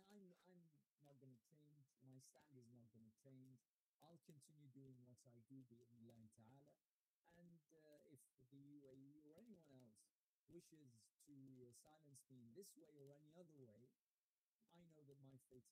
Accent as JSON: {"language": "English", "country": "United Kingdom", "said": "I'm a British citizen living in the UK."}